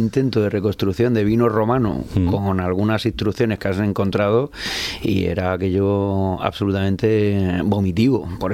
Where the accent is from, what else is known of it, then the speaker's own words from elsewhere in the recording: Region of Murcia, Spain; Y somos los murcianos de hoy.